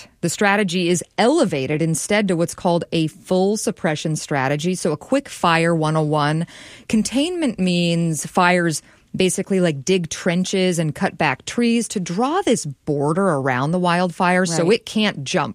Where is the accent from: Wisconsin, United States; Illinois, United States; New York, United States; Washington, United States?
Washington, United States; Spokane; I grew up in Spokane. We never had wildfires. We never had smoke.